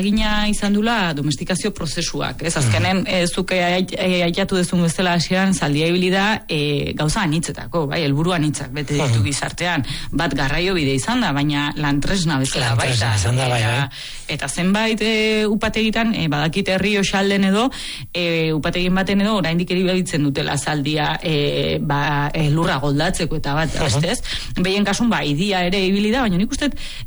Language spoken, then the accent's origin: Basque; Gaztelu, Basque Country, Spain; born there; gurasok, bueno, ba, gaztelun bizi ginen